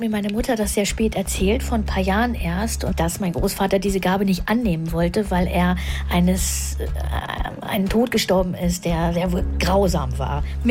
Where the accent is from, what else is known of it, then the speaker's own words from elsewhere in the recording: Schönhausen, Saxony-Anhalt, Germany; also born or lived in Havelberg; Bin ich geboren in dem Krankenhaus und in Schönhausen an der Elbe bin ich aufgewachsen.